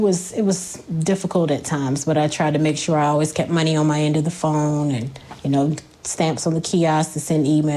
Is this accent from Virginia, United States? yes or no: yes; Roanoke, Virginia, United States; I grew up in Roanoke, Virginia.